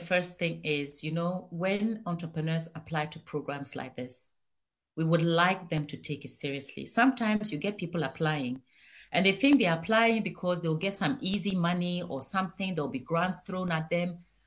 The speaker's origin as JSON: {"language": "English", "country": "South Africa", "said": "as a South African woman in business"}